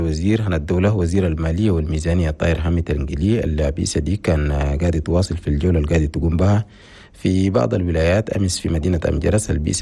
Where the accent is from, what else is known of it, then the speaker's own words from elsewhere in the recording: Chad; طوران الاستثمار في القطاع الريفي في بلدنا تشاد